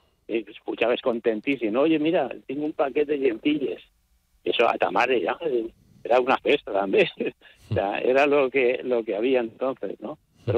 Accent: Alicante, Valencian Community, Spain; la foguera del meu barri, el Portuari Pla del Bon Repòs

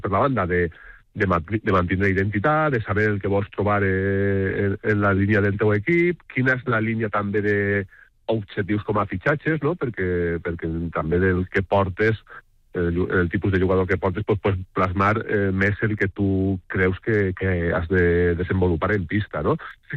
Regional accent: Valencian Community, Spain; com a nosaltres, com a els valencians

